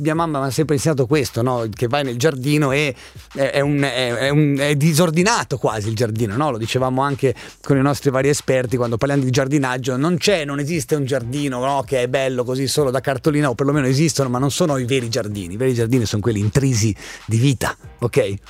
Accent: Bresso, Lombardy, Italy; Vengo da Bresso. A Bresso ho la mia casetta con un piccolissimo giardino

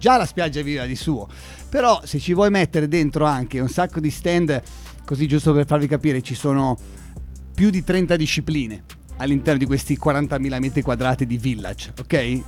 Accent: Senigallia, Marche, Italy; siamo da Senigallia

